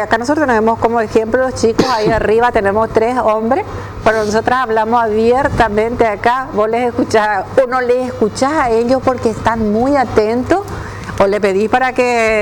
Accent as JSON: {"language": "Spanish", "country": "Paraguay", "also_born_or_lived": "Foz do Iguaçu, Brazil", "moved": "yes", "said": "Si bien yo soy paraguaya, pero viví mucho tiempo en Brasil, en Foz do Iguaçu"}